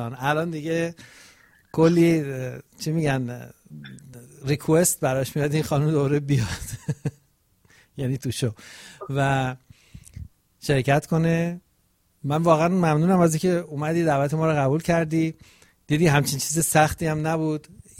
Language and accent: Persian; Rasht, Gilan, Iran; accent: Rashti; من فکر می‌کنم شبیه رشتی لهجه‌ام